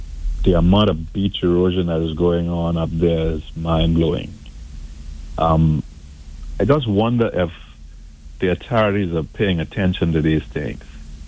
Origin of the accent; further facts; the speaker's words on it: North Caicos, Turks & Caicos Islands; I grew up in North